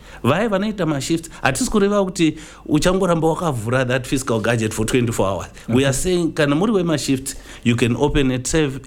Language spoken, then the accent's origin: English; Masvingo, Zimbabwe; I'm excited to be here today to join the team in Zishawane. I'm basically from Masingo.